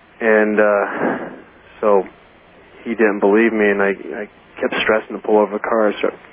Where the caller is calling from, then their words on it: Mesa, Arizona, United States; I'm in Mesa, Arizona